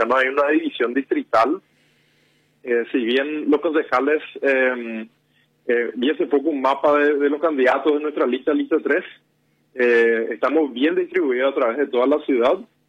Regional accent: Asunción, Paraguay; Yo soy de Trinidad.

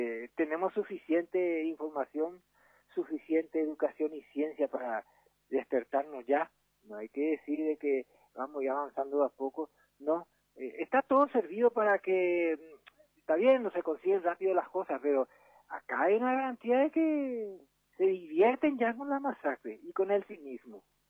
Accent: Paraguay; Yo, como paraguayo

